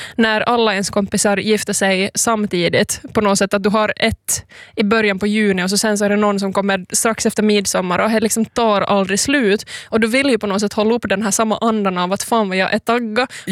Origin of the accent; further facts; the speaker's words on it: North Ostrobothnia, Finland; Jag bara är därifrån och vill liksom basonera ut på alla sätt jag kan. Att jag är från norra Österbotten.